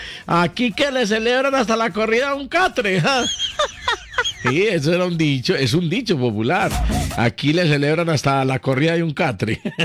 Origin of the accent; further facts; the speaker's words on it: Colombia; somos colombianos y tenemos que elegir nuestro presidente. Somos colombianos.